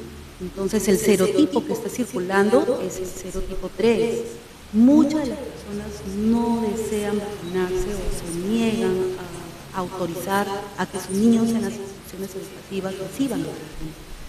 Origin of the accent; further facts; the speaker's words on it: Piura, Peru; mi población piurana, nosotros tenemos, lo digo así también porque soy del Bajo Piura